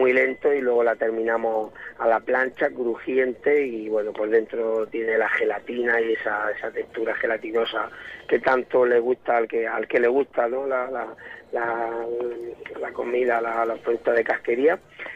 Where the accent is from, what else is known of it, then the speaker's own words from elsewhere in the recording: Baza, Andalusia, Spain; born there; nací en Baza